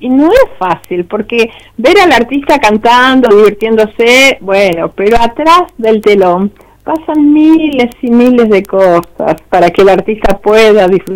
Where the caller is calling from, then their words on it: Banfield, Buenos Aires Province, Argentina; Yo vivo en Banfield, y desde Banfield al mundo